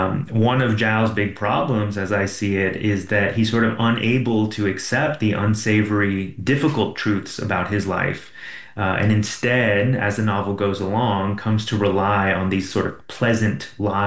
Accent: Phoenix, Arizona, United States; now in Reno, United States; growing up in Phoenix

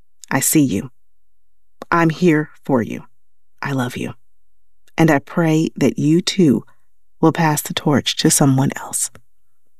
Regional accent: Oakland, California, United States; born or raised there

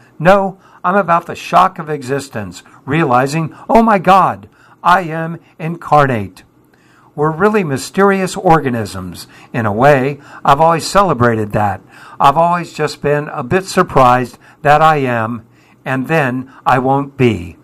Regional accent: England, United Kingdom; now in United States; I am very English, although I may have been rewired now internally as an American.

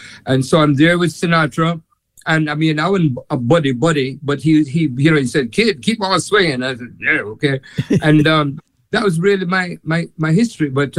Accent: Kingston, Jamaica; I am from Kingston, Jamaica, born and raised in Kingston. And from I'm 4 years old, I started playing the piano

